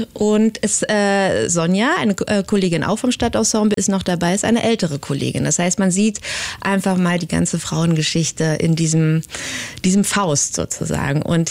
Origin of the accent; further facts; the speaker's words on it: Hesse, Germany; born there; also born or lived in Potsdam; Und dann landeten wir zwischen Marburg und Kassel, also so in der hessischen P